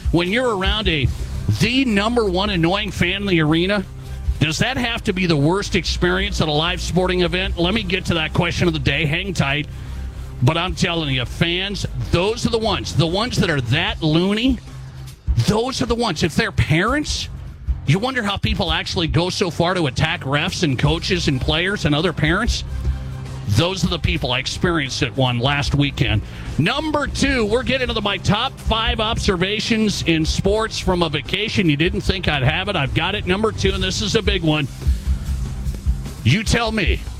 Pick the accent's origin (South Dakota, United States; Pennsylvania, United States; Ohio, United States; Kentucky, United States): South Dakota, United States; I'm from South Dakota.